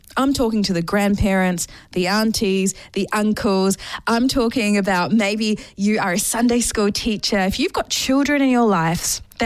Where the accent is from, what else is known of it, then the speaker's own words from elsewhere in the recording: New Zealand; moved away as an adult; also born or lived in India; now in Australia; I'm originally from India. And moved to New Zealand when I was about 1 year old, and then moved to Australia about 6 years ago now.